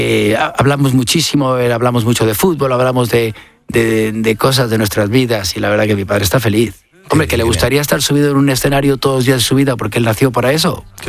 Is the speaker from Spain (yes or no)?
yes; Spain; Ha sido muy difícil intentar hacer un concierto de mi padre en mi país, en España